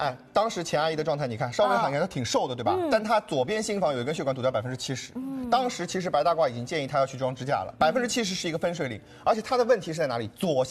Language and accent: Chinese; China; 我们中国人